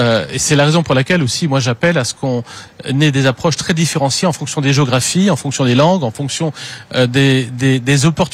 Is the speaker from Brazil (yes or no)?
no; France; en tant que Français